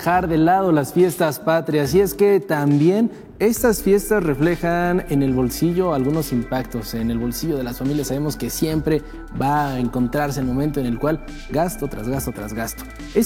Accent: Mexico; Esta noche que nos vestimos de mexicanos siendo mexicanos

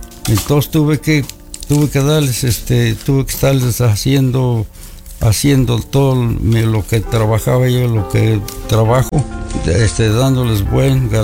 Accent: Cazotitlán, Hidalgo, Mexico; now in San Bartolo, Mexico; Pero yo no soy de aquí, soy de Cazotitlán Hidalgo.

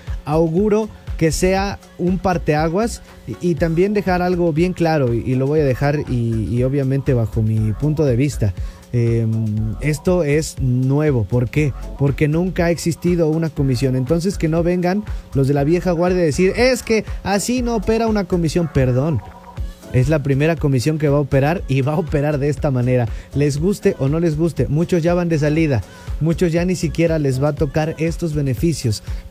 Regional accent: Hidalgo, Mexico; somos luchadores hidalguenses

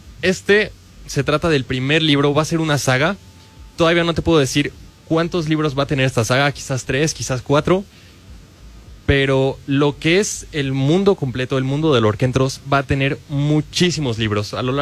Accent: Puebla, Mexico; Yo soy de Puebla.

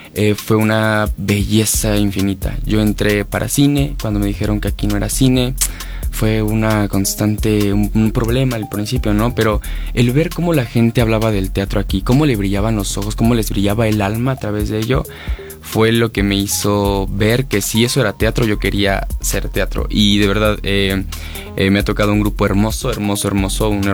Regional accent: Cuautepec de Hinojosa, Hidalgo, Mexico; Vengo de Cuautepec, de Hinojosa, está a un lado de Tulancingo.

